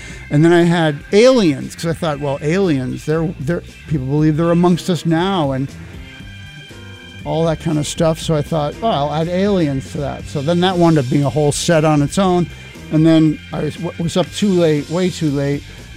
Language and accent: English; Glastonbury, Connecticut, United States; moved away; my hometown, which used to be this sort of, you know, pinky out, very staid, very quiet, under the radar, but somewhat overt and covert at the same time, racism and anti-Semitism, and very waspy